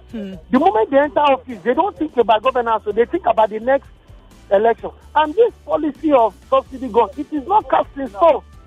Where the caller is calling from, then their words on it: Nigeria; I'm calling from Orile in Sarigoma.